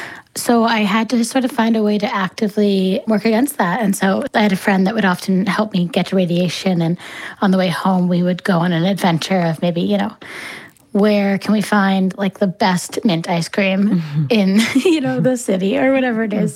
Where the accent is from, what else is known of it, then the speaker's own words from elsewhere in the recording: East Coast, United States; I'm from the East Coast and things like that.